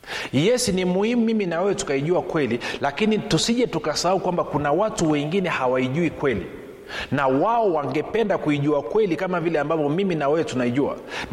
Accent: Tanzania; katika taifa letu la Tanzania

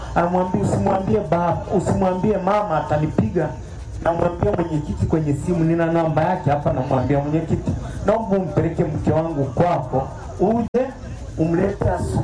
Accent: Tarime, Mara, Tanzania; born there; Ni toka nimezaliwa hapa Tarime, nimezaliwa hapa.

